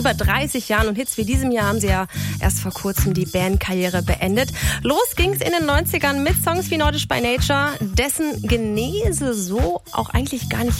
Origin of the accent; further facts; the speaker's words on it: Northern Germany, Germany; es ist eine Hymne in meiner Heimat Norddeutschland.